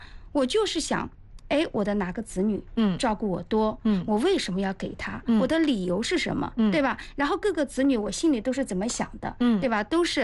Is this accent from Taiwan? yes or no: no; China; 那我们中国人就是怕谈生死